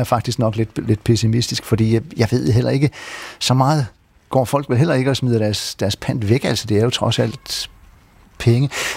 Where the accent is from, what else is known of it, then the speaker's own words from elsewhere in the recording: Region of Southern Denmark, Denmark; Det burde jeg vide som gammel sønderjyde.